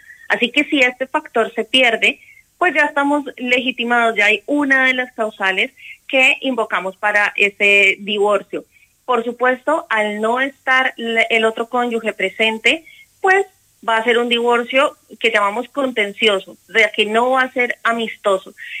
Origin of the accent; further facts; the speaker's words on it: Spain; yo ya tengo que haber registrado, yo como española tengo que haber registrado ese matrimonio acá.